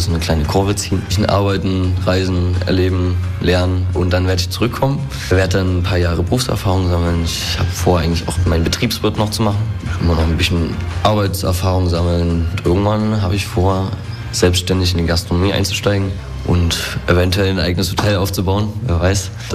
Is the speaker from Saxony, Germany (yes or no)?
yes; Nossen, Saxony, Germany; Ich komme ursprünglich aus Nossen.